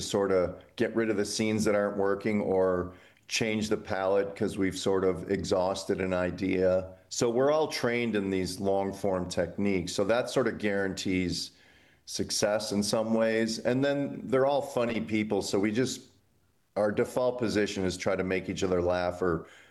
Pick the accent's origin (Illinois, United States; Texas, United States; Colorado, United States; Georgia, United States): Illinois, United States; And I grew up in Illinois